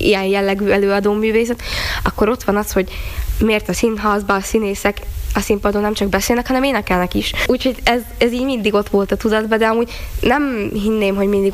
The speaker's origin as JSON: {"language": "Hungarian", "region": "Northern Hungary", "country": "Hungary", "accent": "Palóc", "said": "És aki hallgatja, úgy tűnik, hogy palócosan beszélek, de oda ez lehet, hogy egy kicsit kevés volt."}